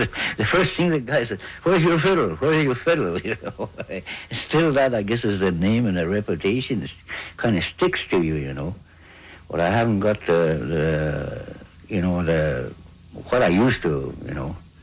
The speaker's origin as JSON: {"language": "English", "town": "Fort Norman", "region": "Northwest Territories", "country": "Canada", "said": "I'm from Fort Norman, and then I travel more or less all through the North."}